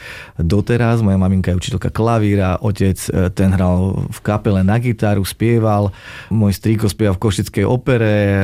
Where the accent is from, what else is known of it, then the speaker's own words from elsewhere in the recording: Veľký Krtíš, Banská Bystrica Region, Slovakia; Som vyrastal vo Veľkom Krtíši, neboli veľké možnosti niekam